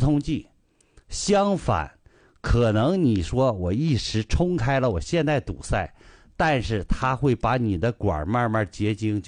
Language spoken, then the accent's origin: Chinese; Dalian, Liaoning, China; 我们大连，就像我们大连人建那个海蛎子嘛，